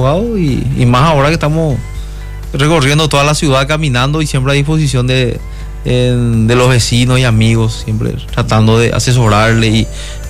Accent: Luque, Central, Paraguay; yo soy de Cañada San Rafael, era una compañía un poco alejada del centro, y vine al Colegio Nacional de Luque

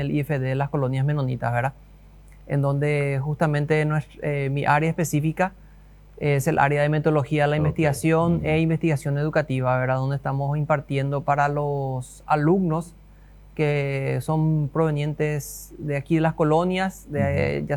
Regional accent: Asunción, Paraguay; now in Filadelfia, Paraguay; Soy originario de Asunción. Estoy ya viviendo aquí 14 años.

